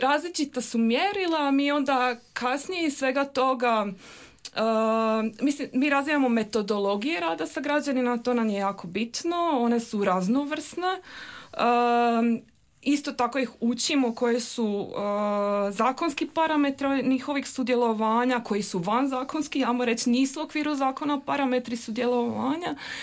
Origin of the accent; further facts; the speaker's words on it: Split, Split-Dalmatia County, Croatia; ja sam iz Splita